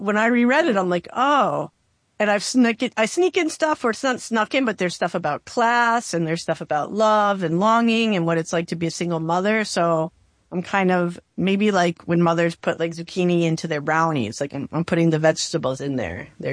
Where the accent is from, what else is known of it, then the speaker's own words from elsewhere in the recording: Bergen County, New Jersey, United States; moved away as an adult; also born or lived in San Francisco / Mississippi; So, I'm from Bergen County, New Jersey. And so I never wanted, I'm in New Jersey now, by the way, and I never wanted to go back to New Jersey ever.